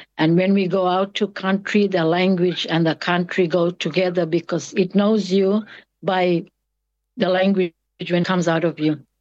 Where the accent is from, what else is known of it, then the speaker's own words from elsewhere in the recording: Enginu, Australia; because I grew up here in Enginu. Enginu is my community. It's in the Puthuma Land Trust.